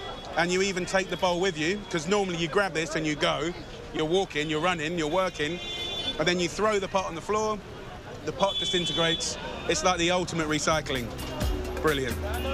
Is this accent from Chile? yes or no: no; United Kingdom; I'm being so British, I'm like, which way does the queue start?